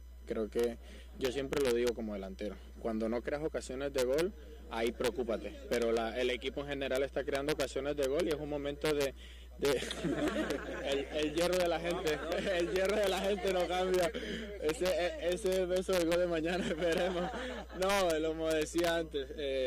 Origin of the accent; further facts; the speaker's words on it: Colombia; moved away; sabemos cómo nos somos nosotros los colombianos